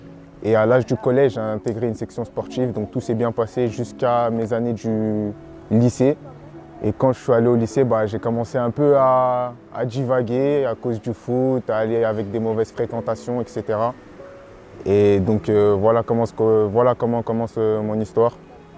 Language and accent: French; Togo; Donc moi, voilà, j'ai grandi dans une famille africaine, je suis originaire du Togo